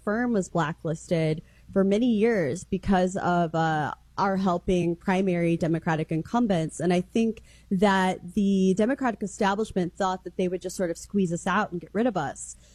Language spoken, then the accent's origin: English; Kansas City, Missouri, United States; Yeah, so I'm from the middle of the country. Originally, I'm from Kansas/Missouri. I claim both sides of the state line, Kansas City. And I grew up in a mostly working class union family.